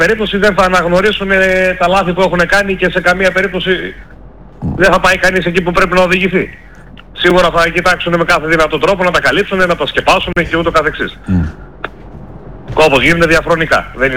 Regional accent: Greece; εγώ θα ήθελα να μιλήσω σαν Έλληνα του εξωτερικού

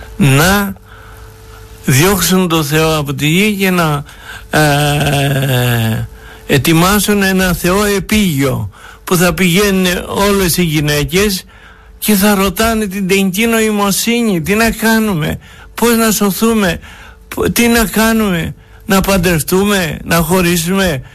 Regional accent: Greece; Εμείς είμαστε Έλληνες μέχρι το κόκαλο.

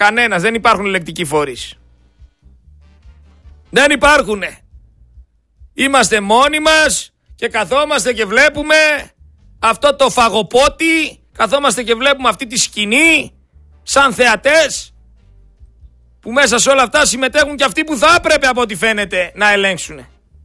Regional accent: Greece; σαν Έλληνες πολίτες, σαν Έλληνες φορολογούμενοι

